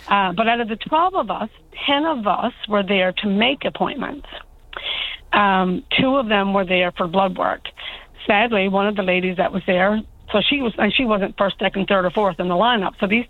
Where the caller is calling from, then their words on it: Fortune, Newfoundland and Labrador, Canada; I'm calling from the Burnham Peninsula, from Fortune, actually.